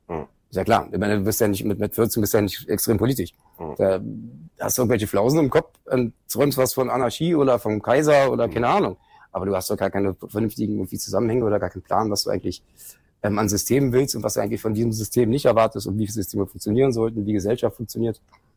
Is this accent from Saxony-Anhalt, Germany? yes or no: no; Berlin, Germany; born or raised there